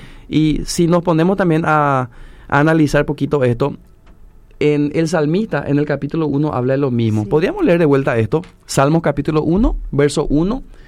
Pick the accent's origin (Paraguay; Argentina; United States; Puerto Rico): Paraguay; Es algo que tenemos que hacer todos como ciudadanos paraguayos en este caso.